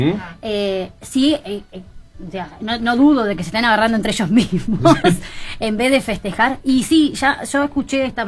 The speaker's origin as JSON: {"language": "Spanish", "country": "Argentina", "moved": "as an adult", "lives_now": "Uruguay", "said": "yo soy argentina, vivo en Uruguay hace muchos años"}